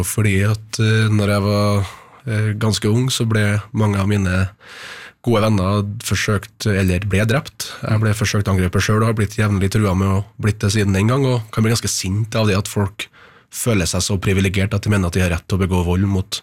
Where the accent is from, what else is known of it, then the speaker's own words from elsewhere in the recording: Trøndelag, Norway; Jeg var hjemme i Trøndelag hos søstra mi og hennes barn og bestemor og bestefar.